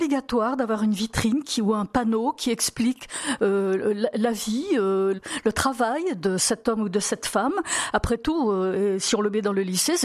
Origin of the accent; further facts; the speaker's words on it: Algeria; born there; Pourtant, je suis née en Algérie, mais Mistral, on connaissait aussi là-bas.